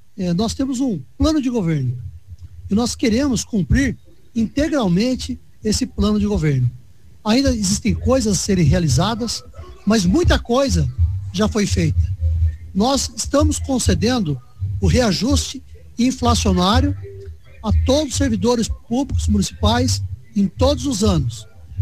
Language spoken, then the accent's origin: Portuguese; Brazil; Para frisar que a gente é brasileiro